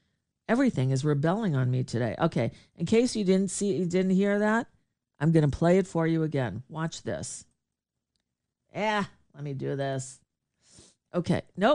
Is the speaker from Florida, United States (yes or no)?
yes; Florida, United States; I grew up in South Florida. Everything came through South Florida.